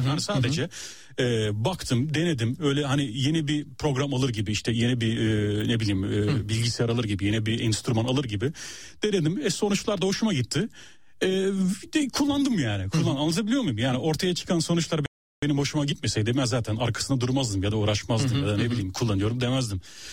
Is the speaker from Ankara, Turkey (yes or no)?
yes; Ankara, Turkey; Tabii ben orada doğup büyüdüm. Hı-hı. Yani aslında hani memleket Çanakkale, kütük olarak Çanakkale yazıyor. Fakat işte dediğim gibi Ankara'da doğup büyüdüm ben yani.